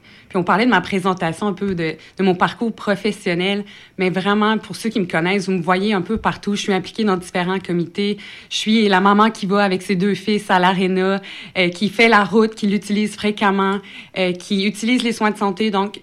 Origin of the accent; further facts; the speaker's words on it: Havre-Saint-Pierre, Quebec, Canada; je suis de Havre-Saint-Pierre. On le voit avec mon accent